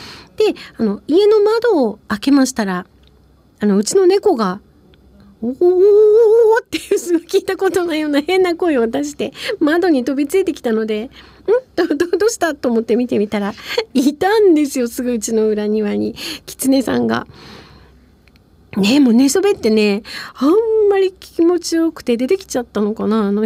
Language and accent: Japanese; Furano, Hokkaido, Japan; now in Sapporo, Japan; 私が富良野出身なんです